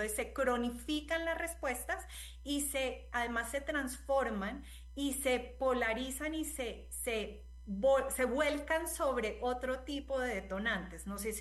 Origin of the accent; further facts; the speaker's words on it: Cali, Valle del Cauca, Colombia; Por ejemplo, escuchaba en Cali, yo soy de Cali y de verdad, de corazón